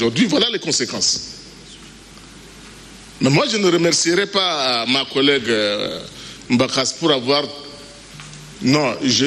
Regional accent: Chad; nous sommes des Tchadiens et que nous devons travailler pour que les politiques publiques se mettent en place de manière durable

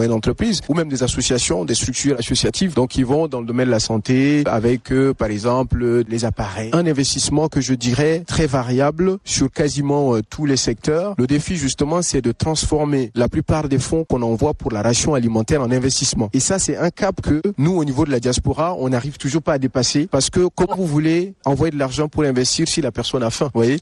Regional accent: Chad; Parce que nous, les Tchadiens, on n'oublie pas d'où on vient.

